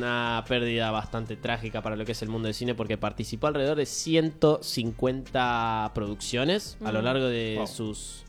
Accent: Argentina; Y eso es algo que amo profundamente de mi país.

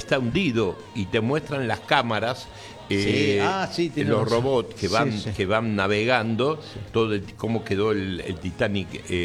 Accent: Argentina; somos argentinos

